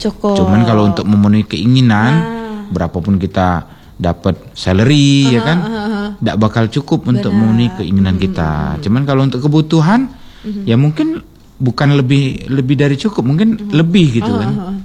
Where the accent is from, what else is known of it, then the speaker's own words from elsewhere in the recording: Palembang, South Sumatra, Indonesia; suku, kalau suku memang Lahat. Tapi kan tetap lahirnya di Palembang.